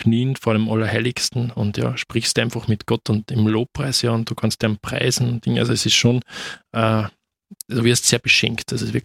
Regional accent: Wels, Upper Austria, Austria

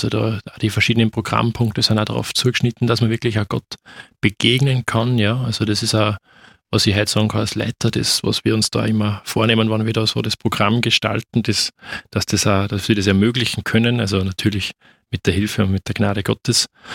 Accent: Upper Austria, Austria

